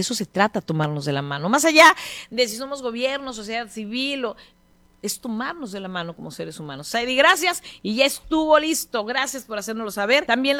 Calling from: Cancún, Quintana Roo, Mexico; Soy de Cancún, Colonia Valle Verde.

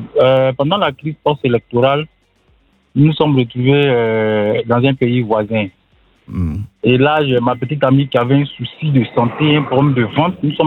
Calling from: Grand-Bassam, Sud-Comoé, Côte d’Ivoire; Grand Bassam

